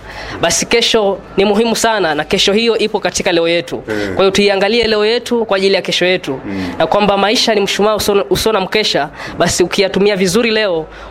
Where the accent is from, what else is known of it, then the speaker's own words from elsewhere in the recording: Kwale County, Kenya; Basi hapo ndo nyumbani, pale ndo nimezaliwa na nimelelewa. Na zaidi ya yote wazazi wamenilea sana katika misingi ya dini, ikizingatia kwamba babangu alikuwa Muislamu na mamangu Mkristo.